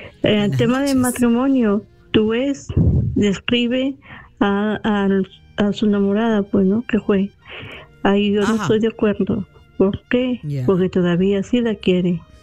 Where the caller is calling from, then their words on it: Talara, Piura, Peru; de Tolara.